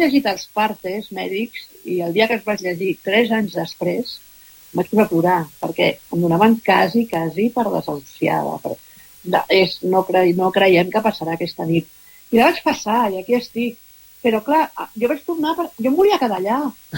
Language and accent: Catalan; Barcelona, Catalonia, Spain